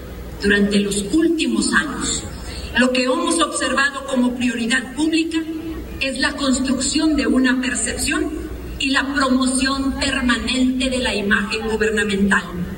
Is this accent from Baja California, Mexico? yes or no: no; Aguascalientes, Mexico